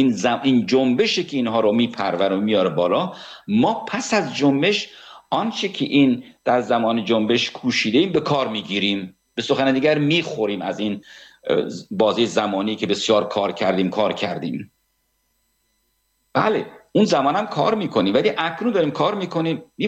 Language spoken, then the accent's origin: Persian; Iran; born there; first language Persian; آه من ایرانی هم دیگه، در ایران زاده شدم، زبان منم پارسیه و اونجا هم خونه دارم،